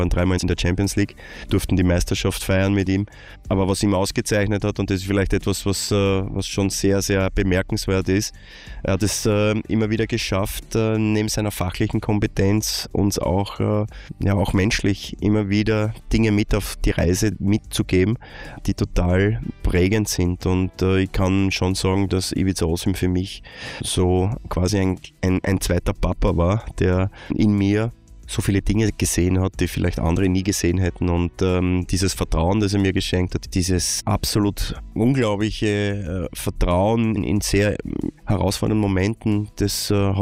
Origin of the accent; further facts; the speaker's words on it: Graz, Styria, Austria; meine erste Station ist glücklicherweise nicht in Wahrheit eine Station, sondern ist in Wahrheit meine Heimat. Ich habe das Glück gehabt, als Steirer, als Grazer